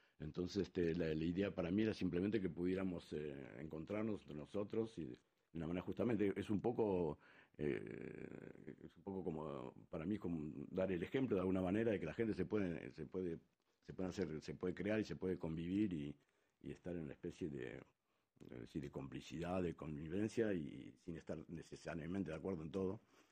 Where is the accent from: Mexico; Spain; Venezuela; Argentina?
Argentina; moved away; en mi país, en Argentina o acá también